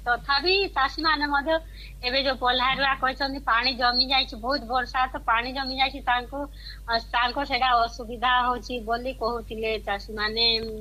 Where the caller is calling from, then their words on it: Bargarh, Odisha, India; ହଁ ଆଜ୍ଞା ନମସ୍କାର, ମୁଁ ବରଗଡ଼ରୁ